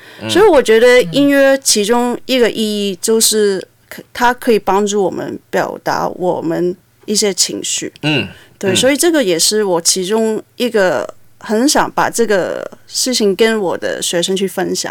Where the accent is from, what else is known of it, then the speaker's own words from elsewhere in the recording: Hong Kong; 广东曲，因为我是香港人嘛